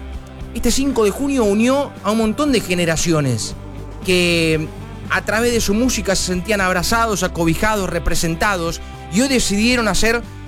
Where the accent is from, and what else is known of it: Argentina